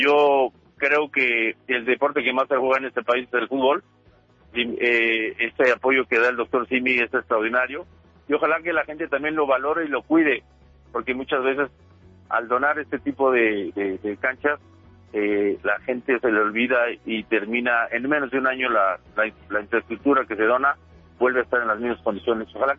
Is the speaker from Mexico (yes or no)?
yes; Mexico; Por supuesto que le tengo confianza, pues como buen mexicano